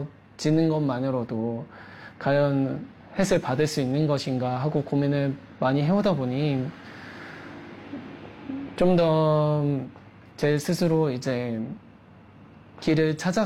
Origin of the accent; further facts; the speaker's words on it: South Korea; moved away as an adult; now in Australia; 저 같은 경우는 한국 사람이다 보니까